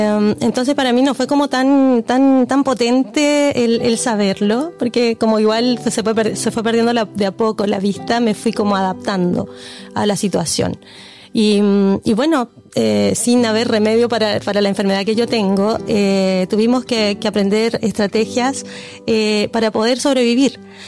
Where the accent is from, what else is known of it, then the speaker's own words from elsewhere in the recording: Talca, Maule, Chile; born there; moved away as an adult; la típica broma de que yo nací en Talca